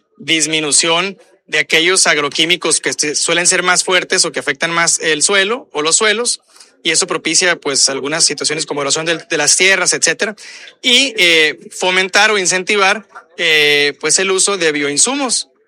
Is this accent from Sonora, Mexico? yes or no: yes; Sonora, Mexico; todos somos de Sonora